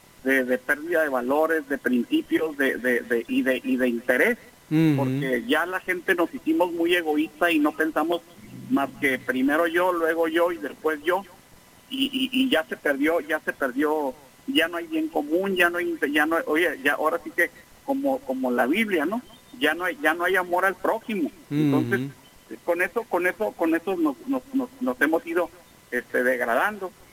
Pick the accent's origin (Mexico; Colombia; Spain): Mexico; Tijuana, Baja California; Yo soy de aquí de Tijuana, pero mi papá, en paz descanse, era de Michoacán, y mi madre, en paz descanse, de La Barca, Jalisco, ¿sí? Y ellos, pues, se vinieron en aquellos ayeres con la ilusión de irse a Estados Unidos